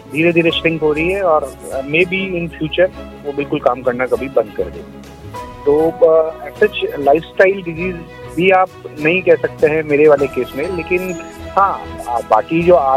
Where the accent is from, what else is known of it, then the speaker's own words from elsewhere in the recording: Rajasthan, India; मैं राजस्थान में एक छोटा जगह है दौसा के पास, मेरा गांव है भांडारे। तो मेरा जन्म वहाँ हुआ 1985 में। मैं एक राजपूत कम्युनिटी से बिलोंग करता हूँ।